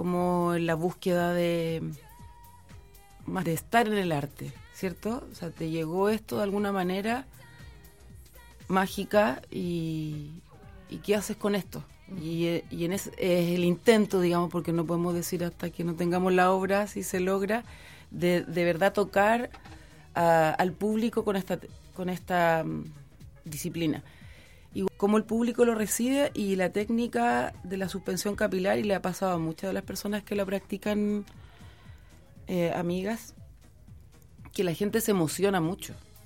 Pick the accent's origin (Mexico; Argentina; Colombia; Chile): Chile; Santiago, Santiago Metropolitan Region; moved away as an adult; now in Valparaíso, Chile; años acá viviendo, pero oriunda de Santiago.